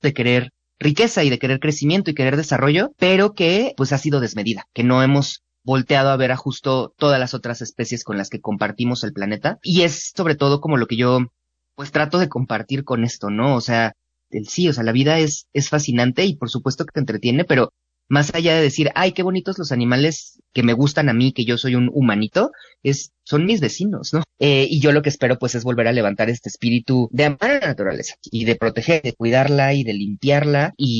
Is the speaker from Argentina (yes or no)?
no; Torreón, Coahuila, Mexico; Yo crecí en Torreón, digo, en la ciudad, no tenía nada que ver con el campo de Coahuila